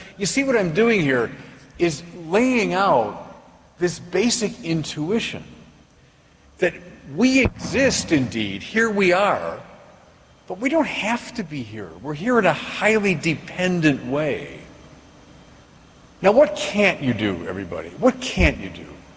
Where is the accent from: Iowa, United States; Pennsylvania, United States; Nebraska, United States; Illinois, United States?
Illinois, United States; Chicago